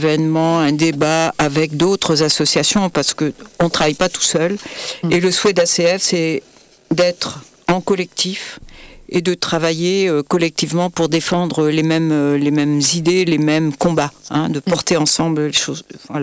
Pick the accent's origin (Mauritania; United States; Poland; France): France; chez nous, en France